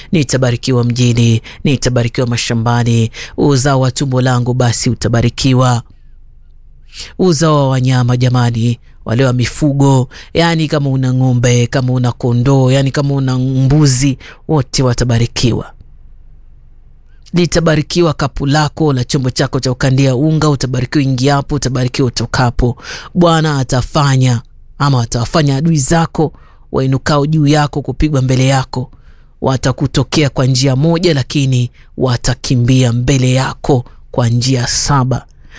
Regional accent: Tana River County, Kenya; kule kwetu Tana River

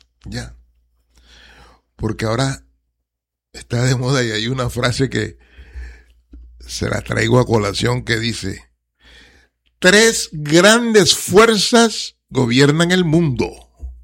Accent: Cartagena, Bolívar, Colombia; Nosotros, muchos somos nacidos aquí en Cartagena

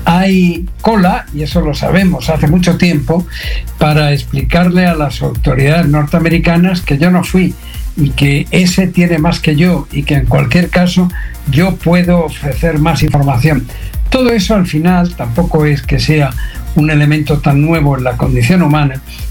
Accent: Spain; los españoles tenemos el entrenamiento de luchar con el calor porque somos el sur de Europa, una zona mucho más caliente.

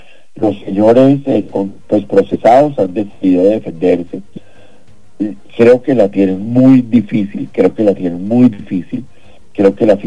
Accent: Colombia; el mensaje es que gane el que gane, seguiremos siendo colombianos. Seguiremos siendo colombianos y tendremos que salir a trabajar

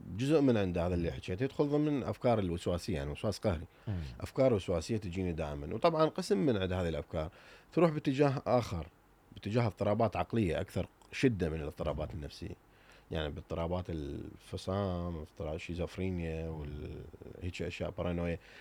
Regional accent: Iraq; يعني عندنا بالعراق، بينما أكو إهمال أو عدم اهتمام

